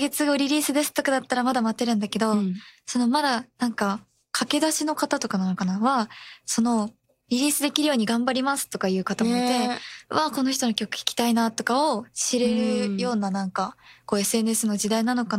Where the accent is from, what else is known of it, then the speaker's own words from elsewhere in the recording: Miyazaki, Japan; 宮崎県出身で